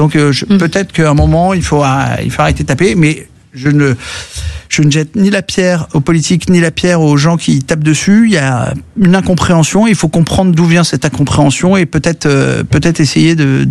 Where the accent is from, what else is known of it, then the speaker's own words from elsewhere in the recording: Hauts-de-France, France; je viens du bassin minier du Pas-de-Calais.